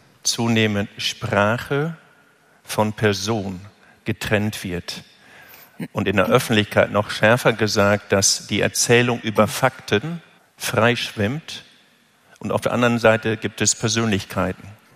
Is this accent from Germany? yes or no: yes; Lower Saxony, Germany; Ich bin auf dem Bauernhof geboren. Emsland, Nordwestdeutschland, in der Nähe zum Münsterland.